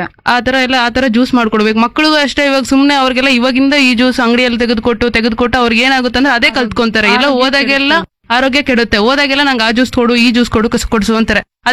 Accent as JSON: {"language": "Kannada", "town": "Kolar Gold Fields", "region": "Karnataka", "country": "India", "lives_now": "Budikote, India", "said": "ನಾನು ಕೆಜಿಎಫ್ ಗ್ರಾಮಾಂತರ ಕಡೆಯಿಂದ ಬಂದಿದ್ದೀನಿ."}